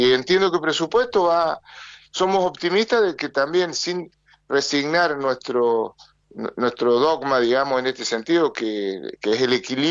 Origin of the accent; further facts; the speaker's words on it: Argentina; nosotros también como argentinos somos conscientes.